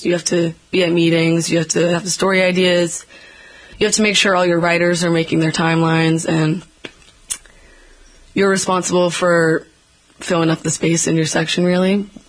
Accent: Braintree, Massachusetts, United States; I'm from Braintree.

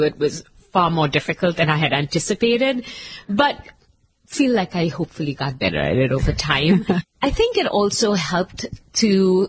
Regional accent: Mumbai, Maharashtra, India; moved away as an adult; now in United States; I was born in Mumbai and I actually spent my first 21 years there. I came to the U.S. to do my master's at Brandeis University.

